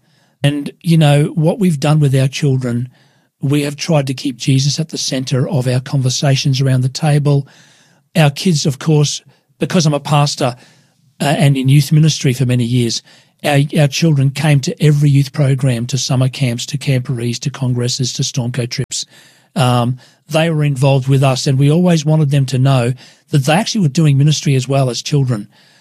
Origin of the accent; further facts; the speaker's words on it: Queensland, Australia; also born or lived in New Zealand; now in Sydney, Australia; going to New Zealand for 5 years, coming back to Sydney. We're both from Queensland. We've left our family behind.